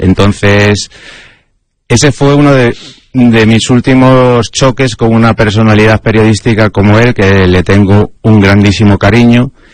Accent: Vicedo, Galicia, Spain; Su pueblo preferido, sus vacaciones favoritas son estar en mi pueblo, en Vicedo.

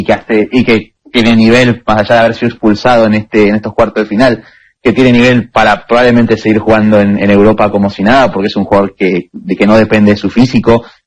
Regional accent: Lanús, Buenos Aires Province, Argentina; del milagro de Lanús, del equipo de mi ciudad.

